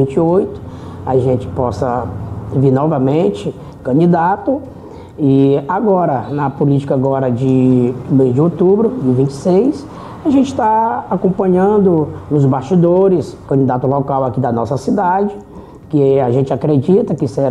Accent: Brazil; born there; A gente veio aqui da região da Trisdela, nasci aqui no povoado Marica, ali próximo ali da Lagoa Grande.

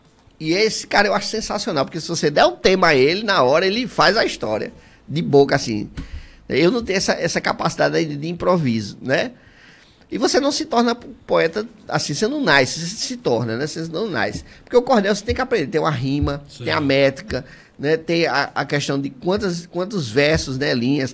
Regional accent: Northeast Brazil, Brazil; quanto mais eu sou nordestino, mais eu me orgulho de ser.

